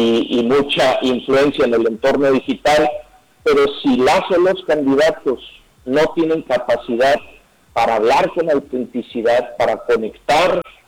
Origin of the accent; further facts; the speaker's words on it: Tijuana, Baja California, Mexico; moved away; Saben, o quienes me conocen, que crecí en Tijuana, que parte de mi familia vive en Tijuana.